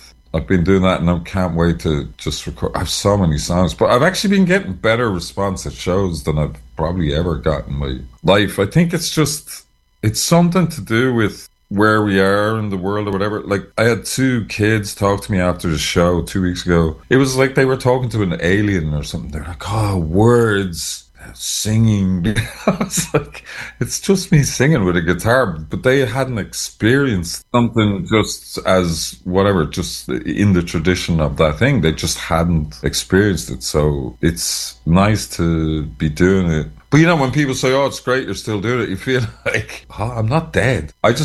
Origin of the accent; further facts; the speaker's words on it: Ireland; It took a lot of courage for us to even talk about being Irish.